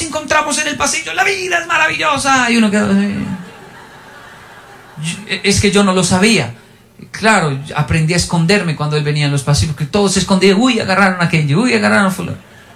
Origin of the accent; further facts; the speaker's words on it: Colombia; also born or lived in Japan; Yo debería ser así, que soy latino, colombiano